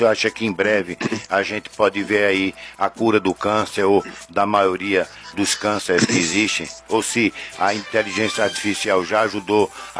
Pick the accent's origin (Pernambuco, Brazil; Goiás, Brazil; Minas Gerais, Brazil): Pernambuco, Brazil; Belo Jardim; Sou aqui de Belo Jardim e trabalho na Moura.